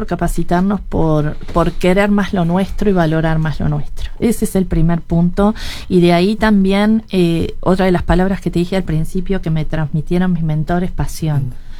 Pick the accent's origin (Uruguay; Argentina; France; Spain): Uruguay; nosotros también como uruguayos